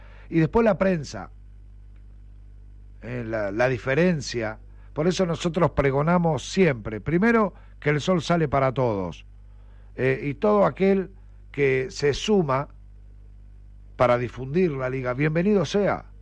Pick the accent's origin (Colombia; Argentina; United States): Argentina; Tres Arroyos, Buenos Aires Province; moved away; yo nací y me crié en aquella zona, en Tres Arroyos.